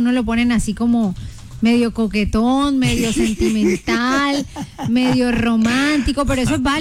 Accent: Cartagena, Bolívar, Colombia; También soy cartagenera.

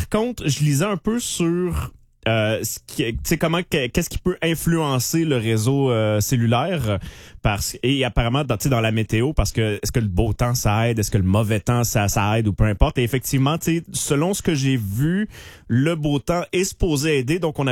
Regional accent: Nicolet, Quebec, Canada; Puis moi, je viens de Nicolette, tu le sais, là. Donc, c'est une route que j'ai faite en masse, là.

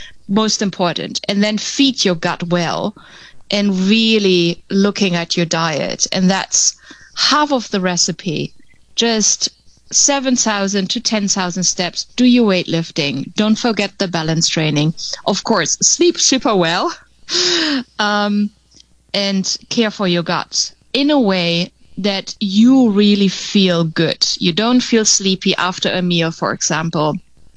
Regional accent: Germany; English is a second language; now in Netherlands

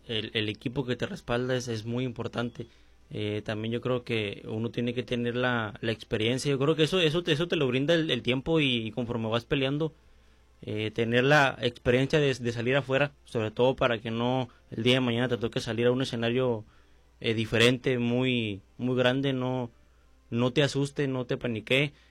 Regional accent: Ascensión, Chihuahua, Mexico; born there; also born or lived in Casas Grandes, Chihuahua

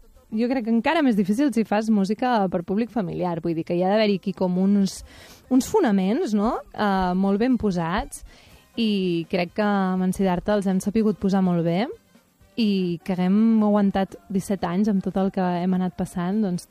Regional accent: Castelló d'Empúries, Catalonia, Spain; born or raised there; also born or lived in Roses

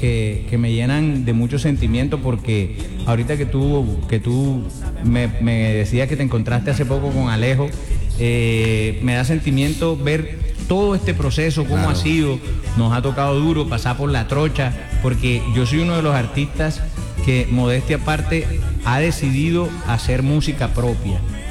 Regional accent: Cartagena, Bolívar, Colombia; tenía esta tarea pendiente de regresar aquí a mi tierra.

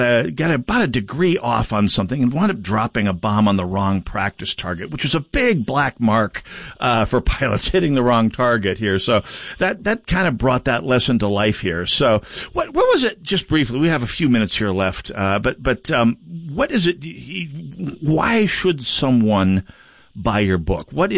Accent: North Dakota, United States; because we're both from North Dakota. It's a maritime state, much like your Oklahoma is.

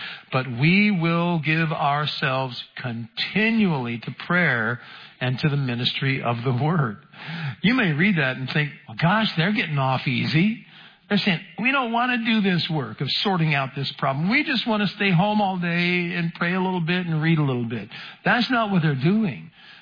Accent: United States; I'm an American.

